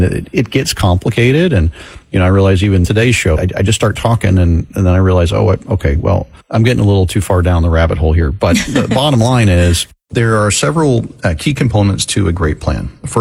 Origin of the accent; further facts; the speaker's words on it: Florida, United States; Yeah, I was born and raised in Florida.